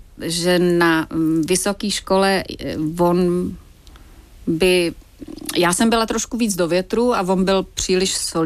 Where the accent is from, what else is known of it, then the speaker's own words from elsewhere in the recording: Slovakia; Tím, že jsem se v Bratislavě nedostala na činohru a v Praze se dala jako Slovák, v Praze mohl studovat tehdy jenom tu loutkárnu